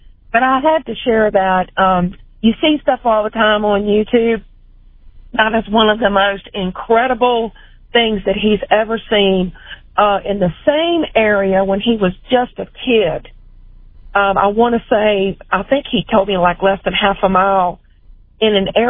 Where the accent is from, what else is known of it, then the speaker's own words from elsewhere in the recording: Virginia, United States; I'm from the Langley Air Force Base area originally, so this isn't a real big deal to me.